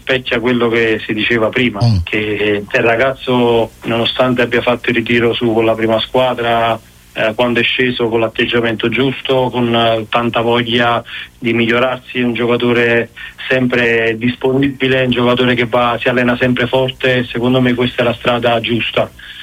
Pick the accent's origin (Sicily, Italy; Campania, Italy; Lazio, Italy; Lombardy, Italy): Campania, Italy; Naples; soprattutto per me da napoletano